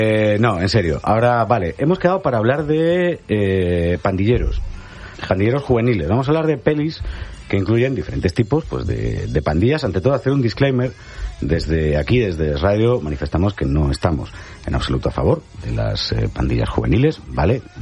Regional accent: Galicia, Spain; moved away; He hecho una escapada muy expresa a mi tierra

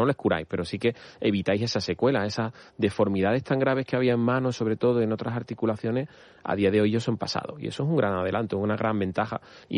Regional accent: Andalusia, Spain

